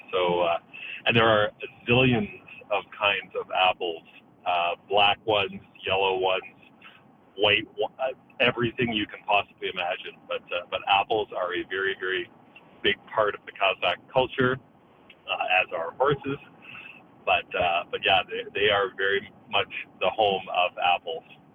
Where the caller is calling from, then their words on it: Montrose, British Columbia, Canada; I'm calling from Montrose, British Columbia.